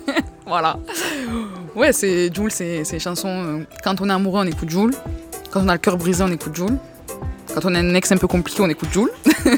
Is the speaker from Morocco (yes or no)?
no; Marseille, Provence-Alpes-Côte d'Azur, France; Moi, déjà, de base, en tant que Marseillaise, on se prenait un mépris. Alors, d'autant plus quand on est une femme, parce qu'on nous rappelle au cliché de la cagole, quand on a un accent qui est fort.